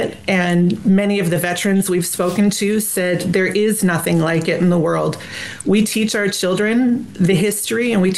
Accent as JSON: {"language": "English", "country": "Canada", "tie": "born or raised there", "said": "In Canada, we are raised, we know November 11th"}